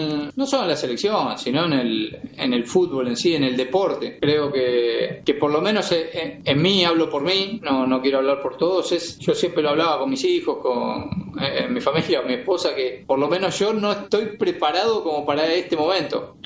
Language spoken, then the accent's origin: Spanish; Argentina; así que bueno, que él sea feliz, es lo único que como argentino le deseamos es que sea feliz